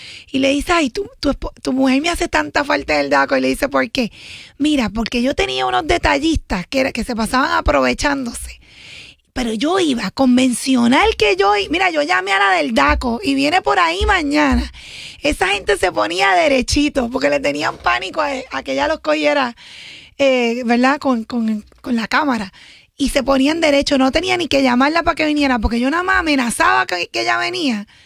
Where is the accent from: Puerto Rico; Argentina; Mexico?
Puerto Rico